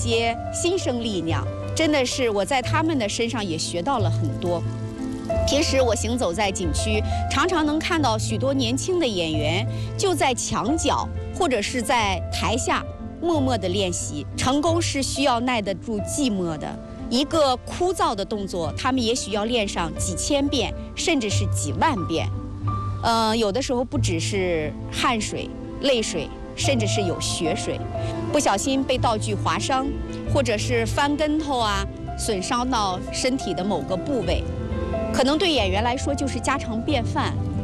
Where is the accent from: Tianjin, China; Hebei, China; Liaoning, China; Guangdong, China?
Hebei, China; Wuqiao; 我是土生土长的吴桥人，在大世界工作23年